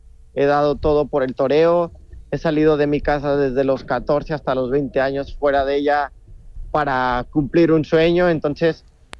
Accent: Aguascalientes, Mexico; Pues yo soy un chaval de Aguascalientes. Que de un barrio muy humilde que se llama La Mora

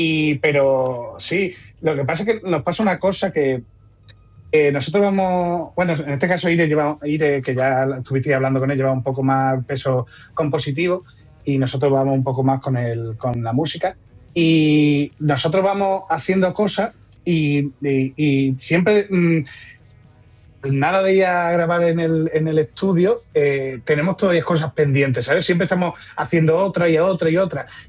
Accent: Montemolín, Extremadura, Spain; yo soy un pueblecito de al lado que se llama Montemolín.

